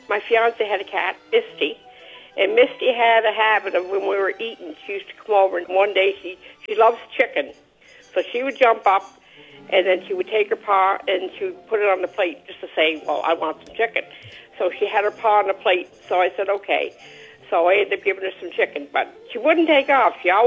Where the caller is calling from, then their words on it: Prince Edward Island, Canada; from Prince Edward Island.